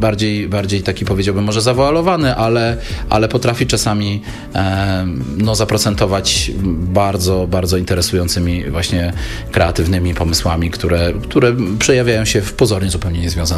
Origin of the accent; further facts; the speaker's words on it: Wrocław, Lower Silesian Voivodeship, Poland; ja akurat jestem wrocławianinem